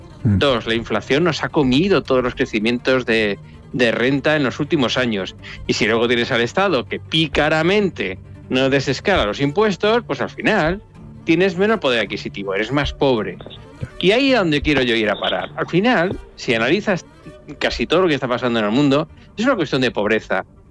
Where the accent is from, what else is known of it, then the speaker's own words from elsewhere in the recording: Madrid, Community of Madrid, Spain; now in Castilla-La Mancha, Spain; yo soy madrileño, sí.